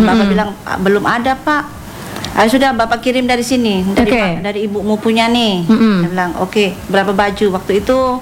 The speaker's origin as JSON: {"language": "Indonesian", "town": "Banyuwangi", "region": "East Java", "country": "Indonesia", "moved": "yes", "said": "Saya dari Banyuwangi."}